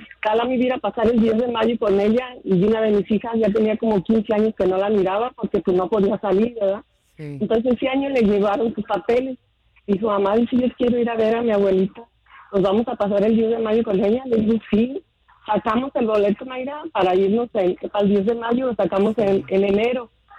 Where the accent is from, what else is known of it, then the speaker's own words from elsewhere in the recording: Michoacán, Mexico; Yo soy de Michoacán